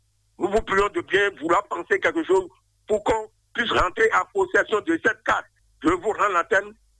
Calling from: Porto-Novo, Ouémé, Benin; je vous appelle depuis Rouenda 2 à Porto-Novo.

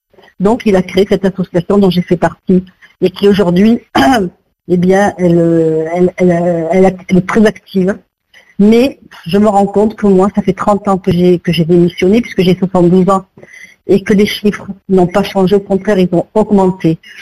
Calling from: Perpignan, Occitanie, France; j'habite à Perpignan, dans les Pyrénées-Orientales.

